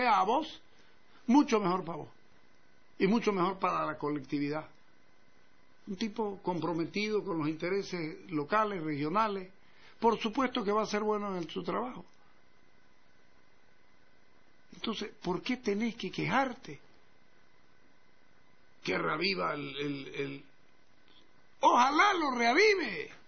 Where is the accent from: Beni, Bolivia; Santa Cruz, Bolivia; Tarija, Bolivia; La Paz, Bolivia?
Santa Cruz, Bolivia; Santa Cruz es mi patria, Bolivia es mi país.